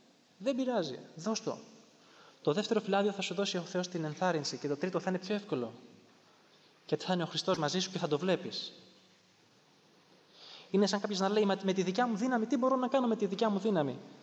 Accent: Patras, Western Greece, Greece; moved away; Στην Πάτρα 30 χρόνια ήμουν, όλους τους ήξερα.

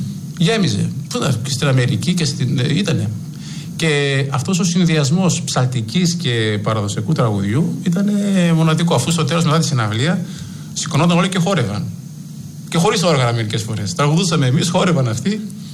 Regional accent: Greece; Μόλις ακούγανε ότι είμαστε από την Ελλάδα το δάκρυ ήτανε, τι να πω.

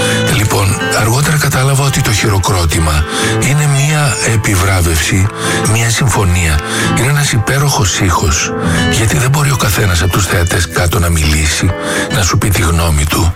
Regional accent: Thessaloniki, Central Macedonia, Greece; born there; Θεσσαλονίκη γεννήθηκα. Εντελώς συμπτωματικά, γιατί το χωριό του πατέρα μου ήταν μισή ώρα από τη Θεσσαλονίκη.

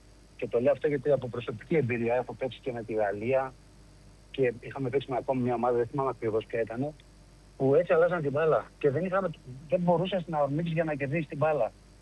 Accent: Greece; για μας σαν Έλληνες

